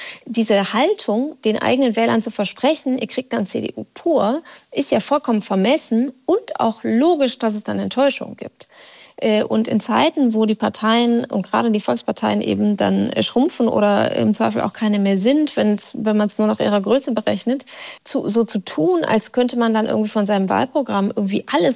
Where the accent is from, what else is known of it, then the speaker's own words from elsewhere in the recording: Rhineland, Germany; Trotzdem will ich die Hoffnung nicht aufgeben, weil ich bin ja Rheinländerin.